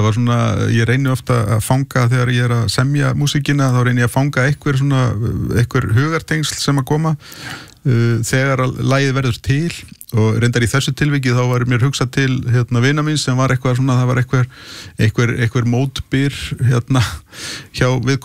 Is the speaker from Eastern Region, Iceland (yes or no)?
no; Reykjavík, Capital Region, Iceland; born there; Þannig ég fæddist á fæðingarheimilin í Reykjavík.